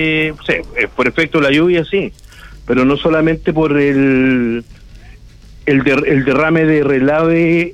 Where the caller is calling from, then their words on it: Coquimbo, Chile